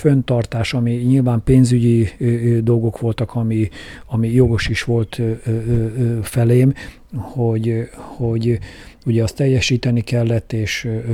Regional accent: Kecskemét, Bács-Kiskun, Hungary; a kecskeméti lakosokra, nem csak azért, mert itt születtem ugye a városközpontba, itt nőttem föl egyik városrészbe, ugye a Széchenyi városba

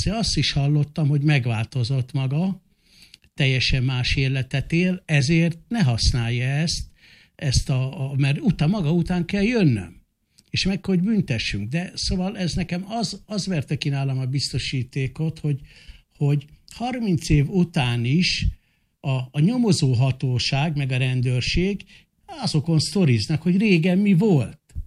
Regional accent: Budapest, Hungary; also born or lived in Miskolc; Visszatérve a kérdésre, én Miskolcon születtem, de gyerekkoromban már néhány évesen, az első osztályú, első általános iskolát már Budapesten végeztem.

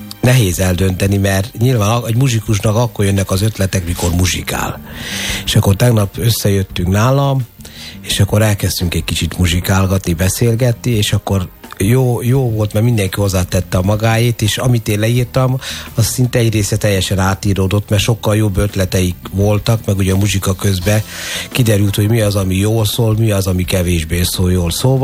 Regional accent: Karcag, Jász-Nagykun-Szolnok, Hungary; nagyszüleim a cigánytelepen laktak, én karcagi születésű vagyok, és ott ugye a javarész cigányok laktak

